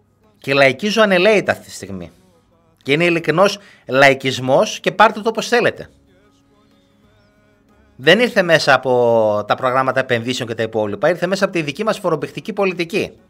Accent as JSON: {"language": "Greek", "country": "Greece", "said": "εδώ είναι ο τόπος μου. Εδώ θέλω να ζήσω, εδώ θέλω να δουλέψω."}